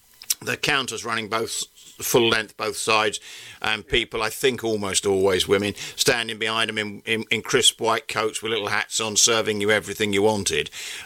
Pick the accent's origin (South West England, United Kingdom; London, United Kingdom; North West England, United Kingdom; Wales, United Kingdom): London, United Kingdom; …